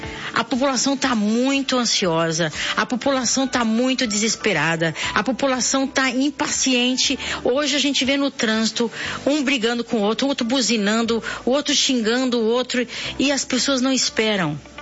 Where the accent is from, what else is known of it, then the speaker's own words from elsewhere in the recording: São Paulo, Brazil; Eu nasci aqui, sou da Gema, eu sou paulistana